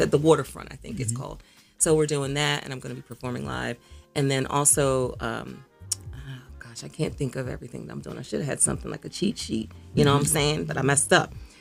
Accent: Camden, New Jersey, United States; And also my hometown of Camden, New Jersey has actually given me a commendation for being so active with youth and seniors and veterans.

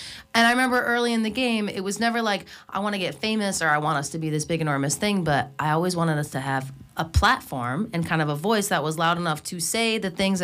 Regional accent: New York, United States; You know, we're from New York, and we're laid-back people who love each other and just want to spread this sort of message of positivity.

